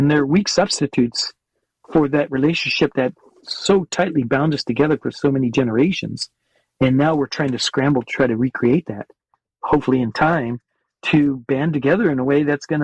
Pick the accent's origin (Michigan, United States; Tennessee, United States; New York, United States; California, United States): California, United States; San Jose; You know, I grew up in San Jose. That was the Valley of the Heart's Delight. It was the prune capital of the world.